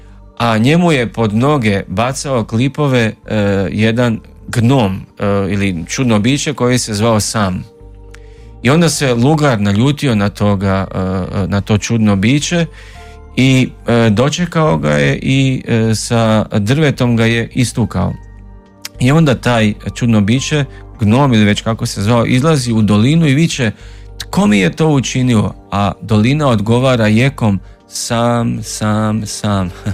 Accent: Babska, Vukovar-Syrmia County, Croatia; Da, postoji, rodom sam iz mjesta Babska gdje rad odlazi, gdje žive i moji.

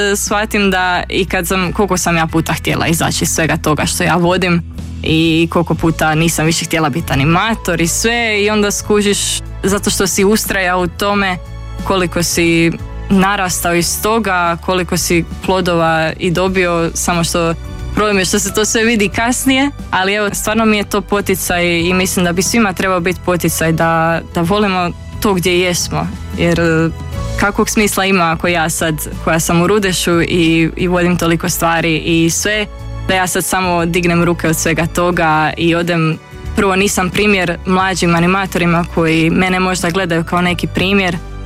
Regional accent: Zagreb, City of Zagreb, Croatia; Da, tata iz Hercegovine, ali sam rođena u Zagrebu.

